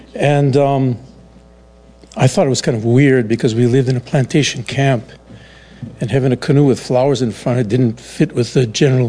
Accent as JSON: {"language": "English", "town": "Honokaa", "region": "Hawaii", "country": "United States", "tie": "born or raised there", "also_born_or_lived": "Laupahoehoe"}